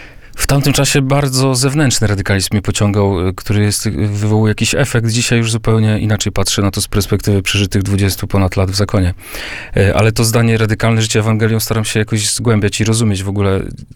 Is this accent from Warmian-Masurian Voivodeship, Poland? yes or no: yes; Warmian-Masurian Voivodeship, Poland; moved away; ja pochodzę z Mazur, z niewielkiej wioski, z Terławki Wielkie.